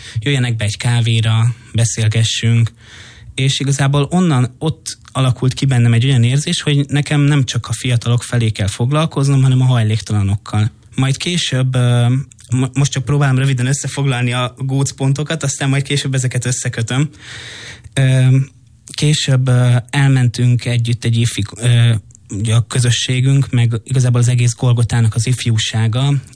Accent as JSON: {"language": "Hungarian", "region": "Budapest", "country": "Hungary", "tie": "born or raised there", "said": "Békásmegyeren nőttem föl"}